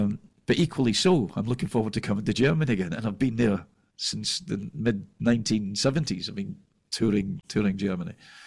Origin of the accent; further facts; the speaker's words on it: Scotland, United Kingdom